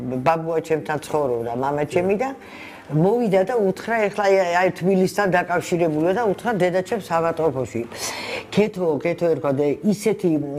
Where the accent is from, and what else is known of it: Tbilisi, Georgia; born there